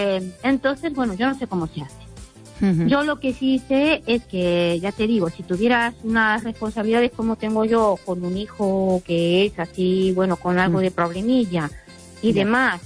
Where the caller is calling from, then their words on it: Ourense, Galicia, Spain; de Orense.